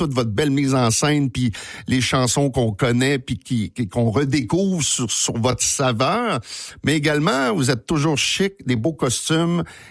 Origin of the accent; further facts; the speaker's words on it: Quebec City, Quebec, Canada; tu sais, on vient de Québec tous les deux.